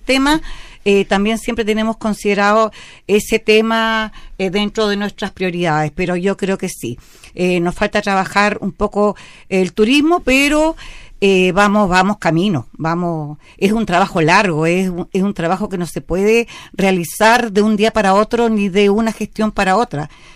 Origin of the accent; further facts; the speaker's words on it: Maullín, Los Lagos, Chile; digo que soy de Maullín